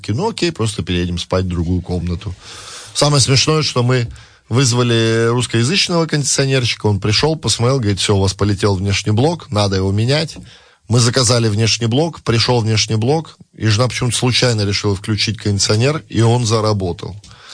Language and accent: Russian; Moscow, Russia; moved away; Мы приехали, еще раз говорю, из Москвы, из той России, из той Москвы, я не знаю, как сейчас, где все было четко, где все капец как работало